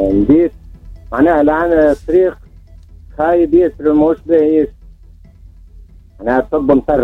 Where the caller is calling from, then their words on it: Agareb, Sfax Governorate, Tunisia; من ما تنديت عقارب.